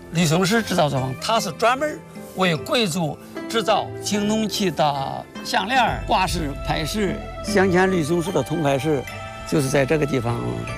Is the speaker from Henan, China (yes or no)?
yes; Luoyang, Henan, China; 我是土生土长的当地人，我8岁的时候二里头遗址已经发现了。